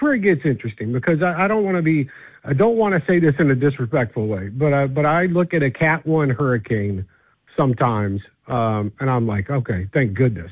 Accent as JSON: {"language": "English", "town": "Mobile", "region": "Alabama", "country": "United States", "tie": "born or raised there", "said": "Growing up in Mobile, Alabama, where I was born and raised, and man, went to school down there."}